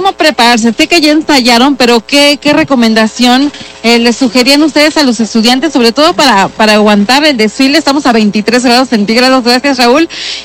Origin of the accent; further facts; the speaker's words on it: Puebla, Mexico; Ya sabemos que es toda una tradición aquí en Puebla